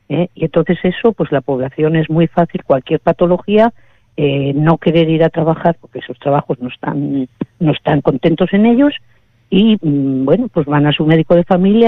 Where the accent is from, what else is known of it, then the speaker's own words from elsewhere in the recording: Castile and León, Spain; A ver, yo soy de campo, yo soy del pueblo de Palencia, y mi padre era agricultor, trabajaba en una finca gigantesca con más de 800 árboles, con mucho trabajo de campo, y yo eso lo he mamado, lo he vivido